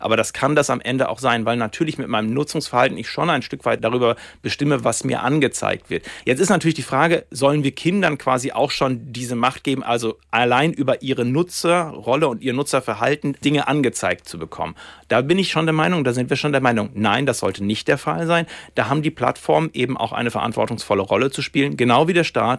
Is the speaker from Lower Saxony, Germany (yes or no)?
yes; Lower Saxony, Germany; Ich bin aufgewachsen in Ostfriesland. Das ist sehr rural, sehr ländlich und ich bin schwul.